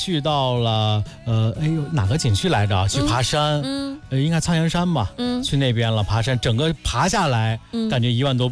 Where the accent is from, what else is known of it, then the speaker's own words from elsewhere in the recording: Wu'an, Hebei, China; 拿我们老家邯郸武安的西部山区那边